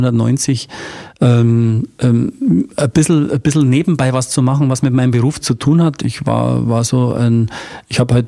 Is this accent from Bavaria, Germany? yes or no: yes; Munich, Bavaria, Germany; da, wo ich herkomme, Münchner Hasenbergl, also der Norden des Münchens, das war sehr FC Bayern gebrandet